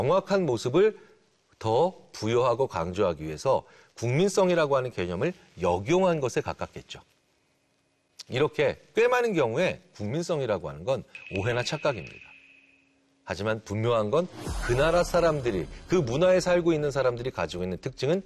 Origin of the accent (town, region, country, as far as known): South Korea